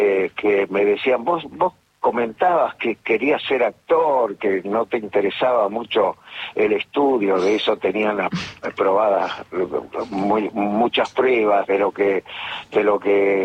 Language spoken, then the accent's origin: Spanish; Buenos Aires, Argentina; Nací en el barrio de Versalles